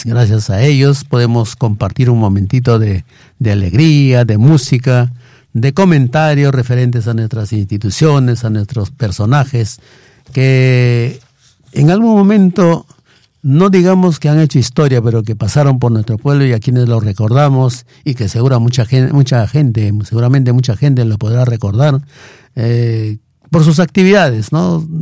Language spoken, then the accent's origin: Spanish; Tauca, Ancash, Peru; Uno de niño, pues en Tauca